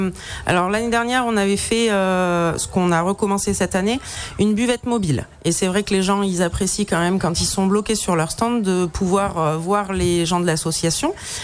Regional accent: Saint-Clément, France; Après je suis née dans ce village. Je suis d'ici de Saint-Clément depuis que je suis toute petite.

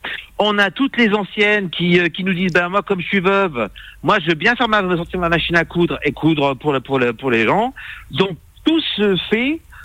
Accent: Grenoble, Auvergne-Rhône-Alpes, France; now in Allier, France; moi, je suis grenoblois. Je suis arrivé dans l'Allier en 96.

